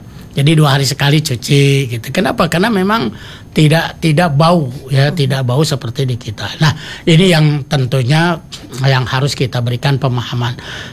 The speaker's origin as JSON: {"language": "Indonesian", "country": "Indonesia"}